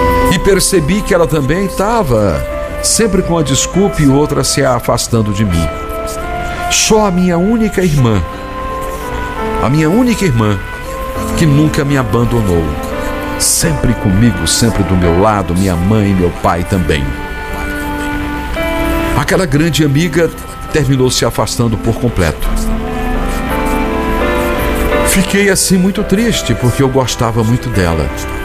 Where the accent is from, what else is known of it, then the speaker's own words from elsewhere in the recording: Paraná, Brazil; now in Goiás, Brazil; Vim do Paraná aqui para Goiás. Aqui começar uma nova vida.